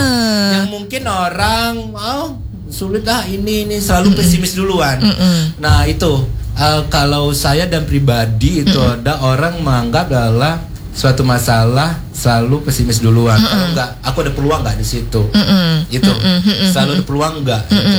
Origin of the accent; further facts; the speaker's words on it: Lampung, Indonesia; Oh, gue Lampung. Walaupun aku bisa bahasa Inggris, bahasa ini, itu.